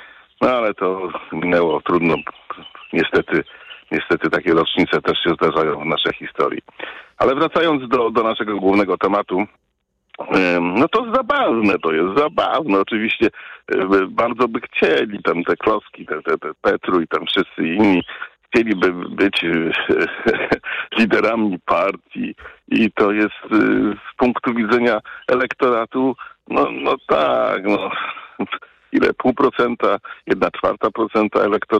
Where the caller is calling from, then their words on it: Lubusz Voivodeship, Poland; na Ziemi Lubuskiej